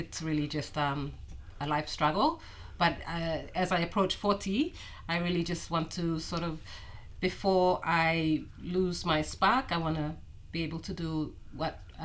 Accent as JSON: {"language": "English", "region": "East Sepik", "country": "Papua New Guinea", "said": "I am from Sipik. So a lot of my Sipik background inspires a lot of my designs."}